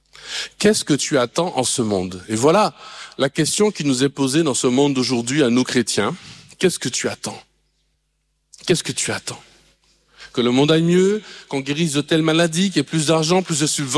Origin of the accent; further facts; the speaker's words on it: Martinique; Moi, je suis de Martinique, je connais pas ce genre de choses.